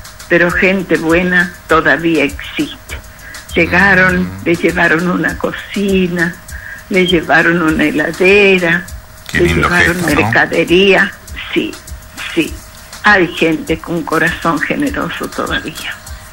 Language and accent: Spanish; Argentina; No, somos argentinos